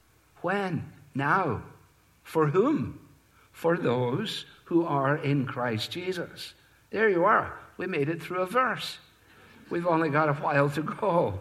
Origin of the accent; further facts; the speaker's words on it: Scotland, United Kingdom; as a Scotsman